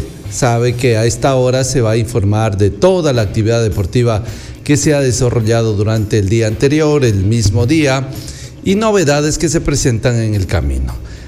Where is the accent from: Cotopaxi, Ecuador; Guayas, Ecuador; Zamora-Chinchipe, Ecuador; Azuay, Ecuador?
Zamora-Chinchipe, Ecuador; Zamora; como somos de acá de Zamora, nosotros somos zamoranos